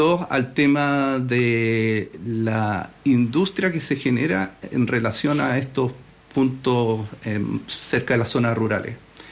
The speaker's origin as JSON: {"language": "Spanish", "town": "Santiago", "region": "Santiago Metropolitan Region", "country": "Chile", "said": "yo soy santiaguino"}